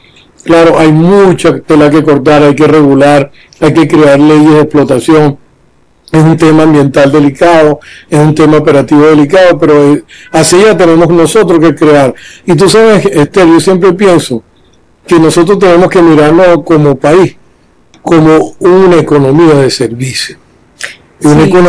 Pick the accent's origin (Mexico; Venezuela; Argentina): Venezuela; Miranda; Yo mismo me crié y crecí en el IBIC